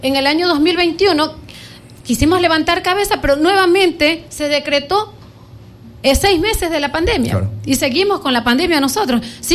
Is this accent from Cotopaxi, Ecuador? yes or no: no; Quevedo, Los Ríos, Ecuador; no soy quevedeña, soy nacida en Quevedo, me he preparado en Quevedo, aquí tributo, aquí también tengo mi empresa agrícola